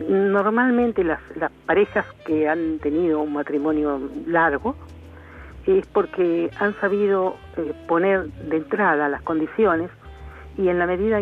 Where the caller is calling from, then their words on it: Chascomús, Buenos Aires Province, Argentina; de Chascomús.